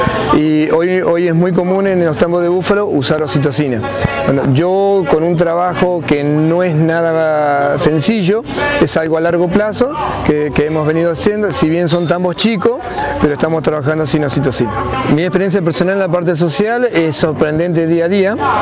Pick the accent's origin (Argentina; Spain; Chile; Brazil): Argentina; San Martín La Escoba; San Martín, mi pueblo